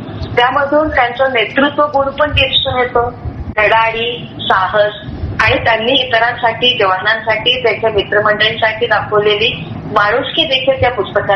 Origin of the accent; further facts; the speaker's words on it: Nagpur, Maharashtra, India; मी मुळात नागपूरची, बाहेर नागपूरचं, माझं शिक्षण नागपूरच्या सोमलवार शाळेत झालं